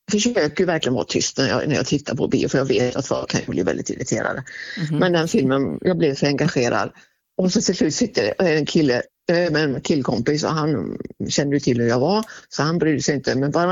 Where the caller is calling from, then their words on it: Sweden; Jag är ju svensk absolut i mitt själ och hjärta